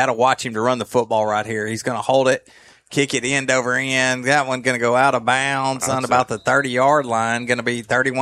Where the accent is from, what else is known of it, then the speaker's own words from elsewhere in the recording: Hallsville, Texas, United States; I'm from Hallsville, Texas.